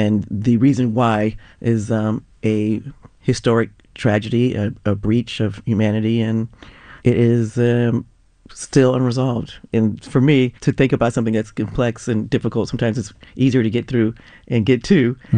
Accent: San Francisco, California, United States; also born or lived in Oakland; I grew up in San Francisco, but I lived in Oakland while I was a grad student, and my grandmother lived there when I was a child.

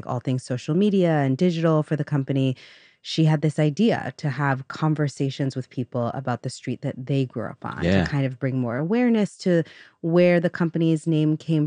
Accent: Bronx, New York, United States; So I grew up on Pugsley Avenue in the Bronx. A good name. It's a really good name. I grew up on Pugsley

